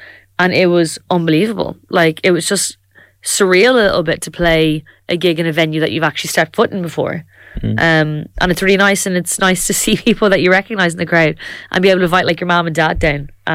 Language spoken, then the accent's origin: English; Dublin, Leinster, Ireland; We're from Dublin, so we were fortunate enough to play in our home city.